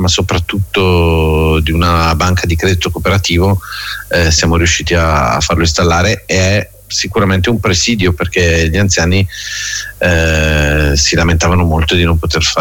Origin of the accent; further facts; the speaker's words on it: Bergamo, Lombardy, Italy; Lo dico da cittadino che è nato e cresciuto a Bergamo.